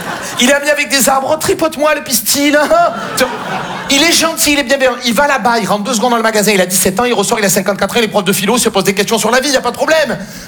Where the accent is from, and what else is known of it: Marseille, Provence-Alpes-Côte d'Azur, France